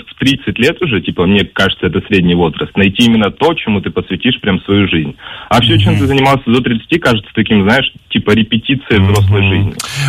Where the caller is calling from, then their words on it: Yekaterinburg, Sverdlovsk Oblast, Russia; я из Екатеринбурга.